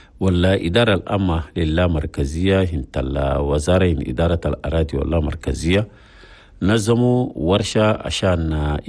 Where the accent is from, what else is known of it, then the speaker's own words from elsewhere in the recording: Chad; بلدنا تشاد.